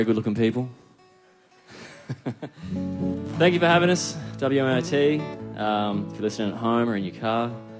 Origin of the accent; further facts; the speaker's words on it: Queensland, Australia; We hail from Australia, from the southeast coast of Queensland.